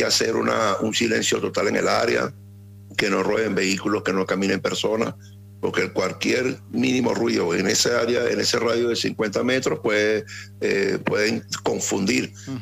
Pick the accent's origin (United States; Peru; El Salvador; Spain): El Salvador; Ahí yo vengo un ejemplo, ¿no? Yo vengo de El Salvador y.